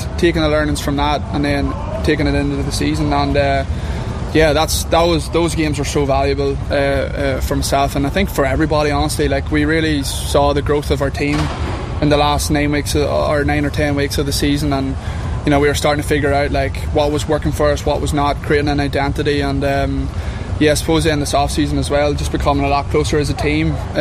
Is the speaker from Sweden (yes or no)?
no; Mayobridge, Northern Ireland, United Kingdom; moved away; So I'm from Mayo Bridge, okay. But that's County Down.